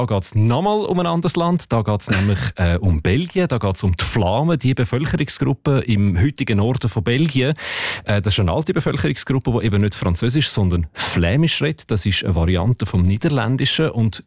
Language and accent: German; Zürich, Zurich, Switzerland; now in Winterthur, Switzerland; Zürich, Stadt, nur seit ein paar Jahren zu Winterthur.